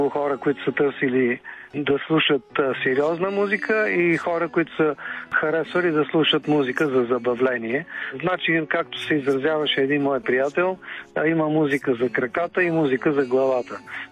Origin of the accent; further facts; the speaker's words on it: Pazardzhik, Pazardzhik Province, Bulgaria; Аз съм от Пазарджик